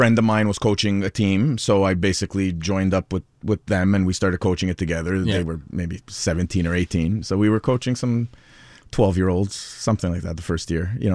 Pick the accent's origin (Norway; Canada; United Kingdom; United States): Canada; Montreal, Quebec; born there; So I was born in Montreal. Fully first-generation Italian family.